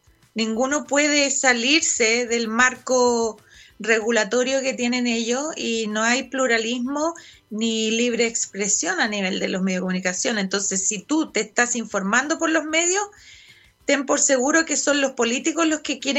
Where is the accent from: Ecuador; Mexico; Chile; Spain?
Chile; lo importante, amigo, es que logremos visualizar como chilenos que se viene una dictadura.